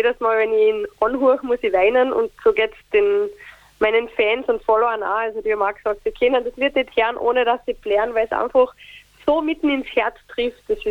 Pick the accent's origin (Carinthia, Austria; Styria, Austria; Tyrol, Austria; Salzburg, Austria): Carinthia, Austria; Es kommen gerade einige Auftritte in meiner Heimat, in Kärnten und generell in Österreich.